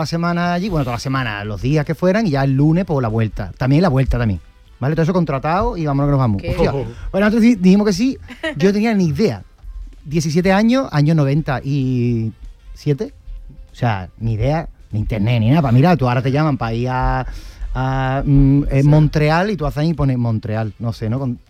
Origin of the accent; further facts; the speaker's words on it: Cádiz, Andalusia, Spain; somos de Cádiz, y entonces en Cádiz no nos tocaba